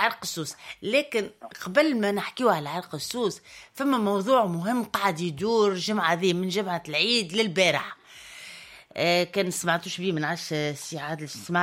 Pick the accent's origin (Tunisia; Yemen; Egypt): Tunisia; النبته هذه تتوجد عندنا في تونس وموجوده.